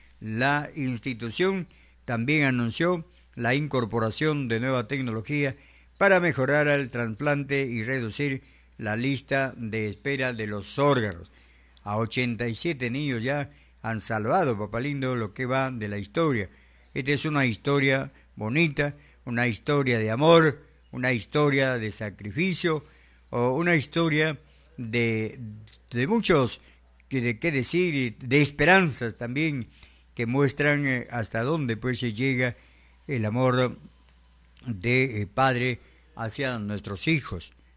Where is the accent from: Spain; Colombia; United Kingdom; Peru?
Peru; Pucallpa, Ucayali; moved away; Ya no regresaré a mi tierra linda, Pucallpa.